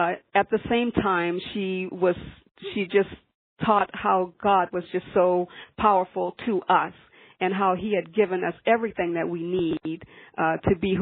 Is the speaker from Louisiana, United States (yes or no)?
yes; Louisiana, United States; I grew up in Louisiana with a family of 13 siblings. I am the youngest of 8 girls and 4 boys.